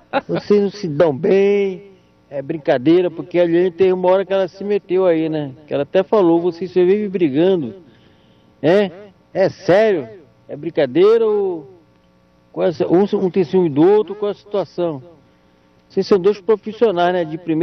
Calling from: Pará, Brazil; aqui eu sou paraense, eu sou remista

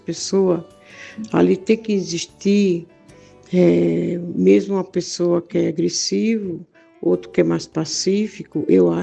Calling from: Pernambuco, Brazil; eu sou pernambucano, moro aqui em São Paulo há mais de 30 anos.

